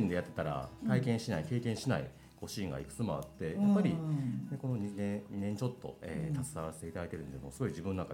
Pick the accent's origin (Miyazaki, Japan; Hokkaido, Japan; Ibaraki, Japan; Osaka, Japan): Osaka, Japan; もともとは僕高卒で18歳で工場、工業高校を卒業して大阪にある、大阪出身なんです